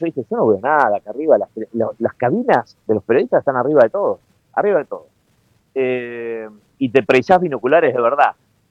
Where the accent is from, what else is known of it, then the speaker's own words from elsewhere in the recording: Argentina; now in Staten Island, United States; Soy muy reconocido cuanto a que soy de Argentina, porque no hay tantos argentinos acá.